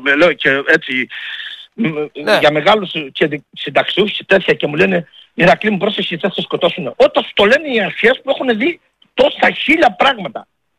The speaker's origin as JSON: {"language": "Greek", "country": "Greece", "said": "είμαι Έλληνας πατριώτης"}